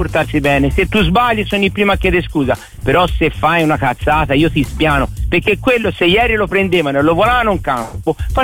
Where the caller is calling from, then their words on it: Montespertoli, Tuscany, Italy; io sono di Montesperto, però lavoro a Monte